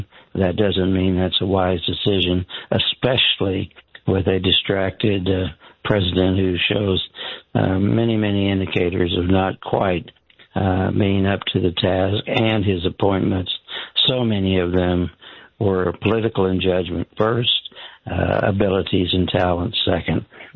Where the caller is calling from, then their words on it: Oklahoma, United States; even here in central Oklahoma